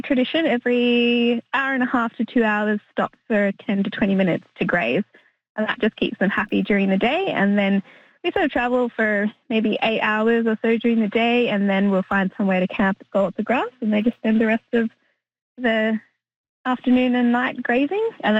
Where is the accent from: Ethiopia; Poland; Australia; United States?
Australia; Tasmania; I'm from Tasmania in Australia